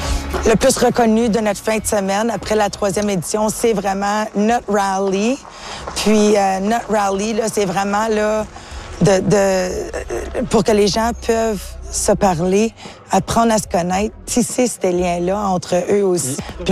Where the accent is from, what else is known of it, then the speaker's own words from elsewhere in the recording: Moonbeam, Ontario, Canada; also born or lived in Kapuskasing; moi, je viens de Moonbeam originalement, de Kapuskasing et de Moonbeam.